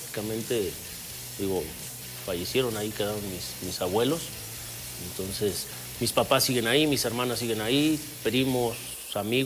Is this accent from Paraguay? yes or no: no; Senguio, Michoacán, Mexico; moved away; es muy pequeño. Al final de cuentas es muy pequeño, pero a mí siempre me ha gustado, ¿no? Mi pueblo, lógicamente, por circunstancias de la vida y del tema del fútbol, pues nos alejamos un poco del pueblo